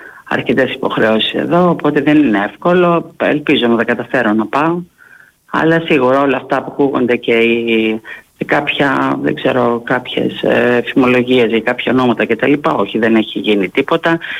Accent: Tilos, South Aegean, Greece; Αγαπάω πάρα πολύ το νησί μου. Για μένα η Τήλος δεν είναι απλά ο τόπος καταγωγής μου, δεν είναι μόνο οι άνθρωποι που ζουν πάνω σε αυτό το νησί, είναι οι άνθρωποι μου που έζησαν εδώ, που θαύτηκαν εδώ

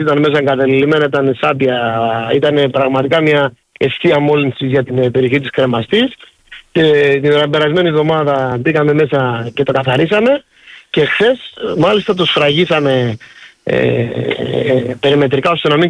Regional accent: Lindos, South Aegean, Greece; είναι πρώτο Πάσχα που έκανα μακριά από την Λίνδο.

